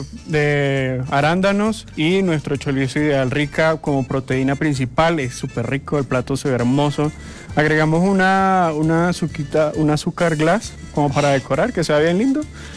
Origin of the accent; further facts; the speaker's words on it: Venezuela; moved away as an adult; now in Colombia; Yo de Venezuela.